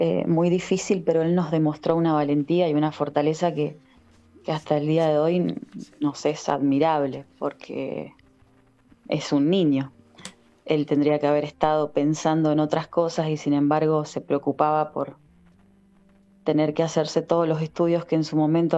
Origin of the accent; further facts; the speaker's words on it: Mendoza, Argentina; moved away as an adult; now in Neuquén, Argentina; Nosotros somos mendocinos, pero vivimos en Neuquén hace ya 5 años. Entonces toda nuestra familia, todo nuestro pilar está en Mendoza.